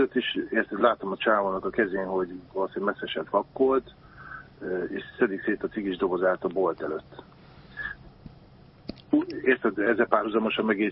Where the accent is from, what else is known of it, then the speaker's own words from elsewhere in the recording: Nagytétény, Budapest, Hungary; Aztán mégiscsak én is egyébként nagy tétényi gyerek vagyok, látom, hogy ez 40 év alatt nem feltétlenül, ez például biztos, hogy nem jó az irányba haladt Budapesten.